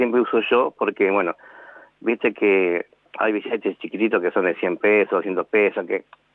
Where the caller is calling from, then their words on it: Los Toldos, Buenos Aires Province, Argentina; soy de Los Toldos.